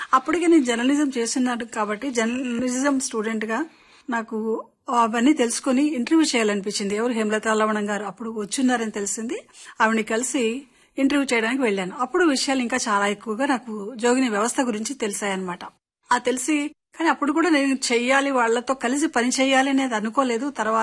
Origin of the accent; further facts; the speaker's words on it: Adilabad district, Telangana, India; also born or lived in Mancherial; now in Hyderabad, India; నేను పుట్టింది వరంగల్ జిల్లాలో అండి. తర్వాత బాల్యం అంతా జరిగింది ఆదిలాబాద్ జిల్లాలో ఓ అడవంచి పల్లెలో, లక్సరిపేట దగ్గరలోని బుద్ధిపల్లి అనే గ్రామం అన్నమాట. అక్కడ పెరిగాను.